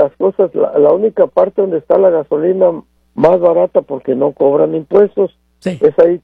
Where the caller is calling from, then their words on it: Tijuana, Baja California, Mexico; Yo vivo en Tijuana. Yo vivo en Tijuana.